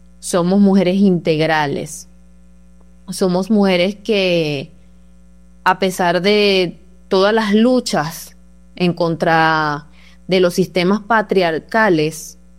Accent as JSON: {"language": "Spanish", "country": "Venezuela", "said": "Como mujer venezolana me siento muy orgullosa de pertenecer al Cuerpo de Policía Nacional Bolivariana."}